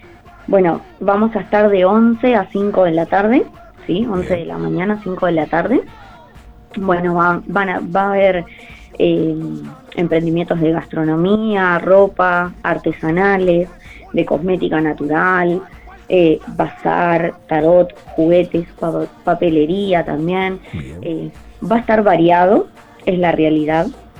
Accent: Estación Atlántida, Canelones, Uruguay; acá, de mi pueblo, de Estación Atlántida

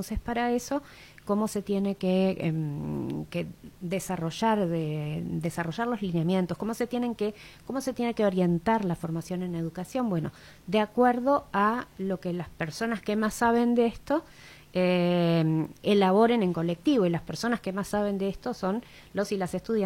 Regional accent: Florida, Uruguay; yo soy de Florida, entonces conocemos lo que es el interior

